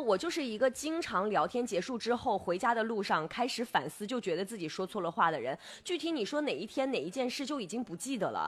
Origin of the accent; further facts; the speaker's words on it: Nanchang, Jiangxi, China; 这个工厂我们南昌人比较好的点是在哪里？就是这个工厂就在咱们南昌